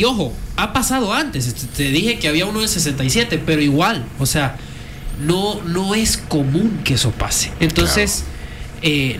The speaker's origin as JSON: {"language": "Spanish", "country": "Venezuela", "said": "como venezolano, a mí me choquea y me sorprende"}